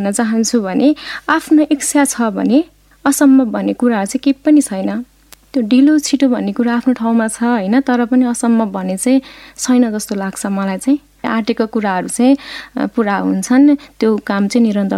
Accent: Gandaki Province, Nepal; born there; त्यहाँ मेरो माटो छ, म जन्मेको होइन बासना छ, किन मेरो पुर्खौँदेखि नै त्यहीँ हुनुहुन्छ

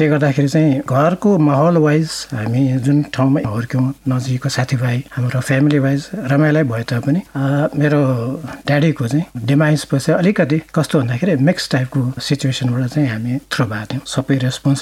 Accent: Kathmandu, Bagmati, Nepal; मेरो चाहिँ जन्म काठमाडौँमै भएको। हामी सुरुमा चाहिँ यो बानेश्वर रत्नराज स्कुल अहिले जहाँ छ त्यहीँ घर थियो।

